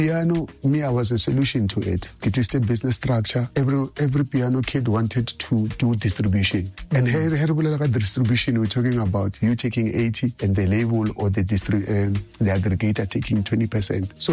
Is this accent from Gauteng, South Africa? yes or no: yes; Pretoria, Gauteng, South Africa; I'm from Pretoria and then now I'm doing Chrome.